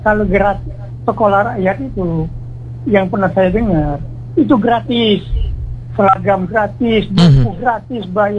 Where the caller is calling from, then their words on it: Bangka Belitung Islands, Indonesia; Kalau saya sendiri orang Bangka.